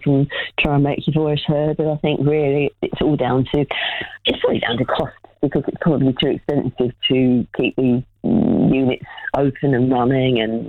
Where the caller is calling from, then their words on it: Sutton, London, United Kingdom; Yeah, we've managed to stay pretty rural. It's nothing like it was when my family first moved here, but I'm lucky I'm back onto a park.